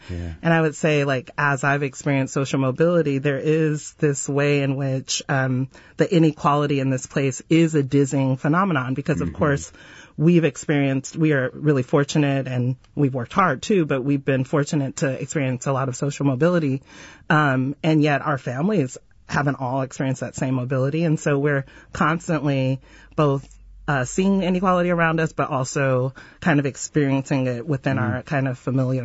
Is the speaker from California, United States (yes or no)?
yes; Sacramento, California, United States; also born or lived in Fresno / Bakersfield; So I grew up mostly in Sacramento, but I also spent a lot of time growing up in Fresno and in Bakersfield.